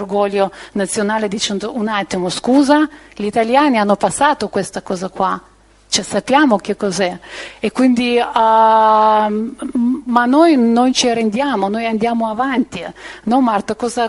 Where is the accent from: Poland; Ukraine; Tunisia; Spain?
Ukraine; Italian is a second language; moved away as an adult; now in Milan, Italy; sono ucraina, c'è 30 anni che sono a Milano